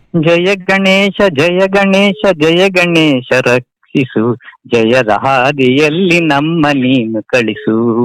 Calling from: Nyamathi, Karnataka, India

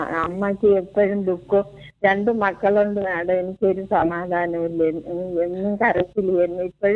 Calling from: Mumbai, Maharashtra, India; മുംബൈയിലെ.

